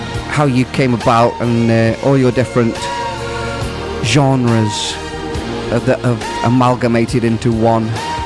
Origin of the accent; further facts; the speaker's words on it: Stoke-on-Trent, West Midlands, United Kingdom; born there; I was born in Stoke